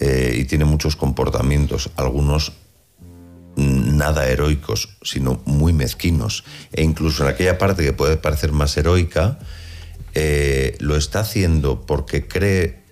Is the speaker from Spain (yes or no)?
yes; Madrid, Community of Madrid, Spain; una cosa a la que estar atentos como ciudadanos... y como madrileños en esta visita del Papa